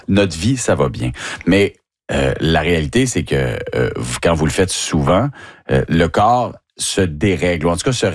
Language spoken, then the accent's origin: French; La Baie, Quebec, Canada; Quand on vient du Saguenay-Lac-Saint-Jean